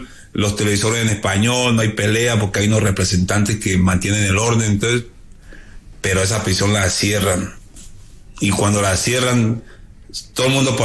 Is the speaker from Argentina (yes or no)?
no; Colombia; moved away; Porque estoy solo, sí, soy yo colombiano ahí, estoy mirando y buscando mi cuarto